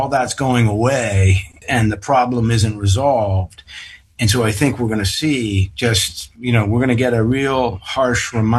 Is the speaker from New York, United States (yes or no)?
no; Wayland, Massachusetts, United States; now in Concord, United States; when I was growing up in Wayland